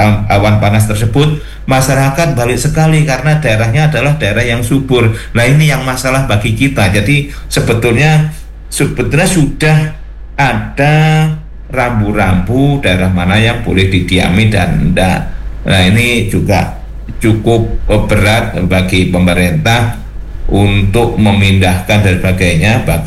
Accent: Lumajang, East Java, Indonesia; now in Malang, Indonesia

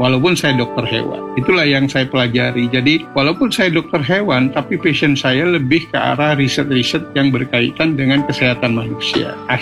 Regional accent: Pasuruan, East Java, Indonesia

